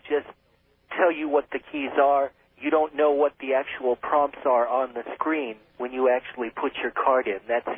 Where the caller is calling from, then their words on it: Oakland, California, United States; in Oakland.